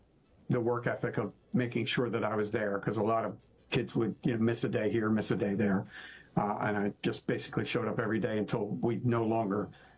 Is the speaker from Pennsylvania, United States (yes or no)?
yes; Pennsylvania, United States; From a suburb outside of Philadelphia.